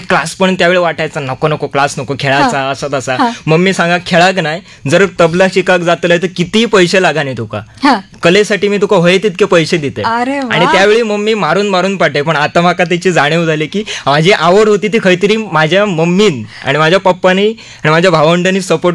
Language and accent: Marathi; Matond, Maharashtra, India; accent: Malvani; मी Sindhudurg Vengurla मातोंड Sawantwada.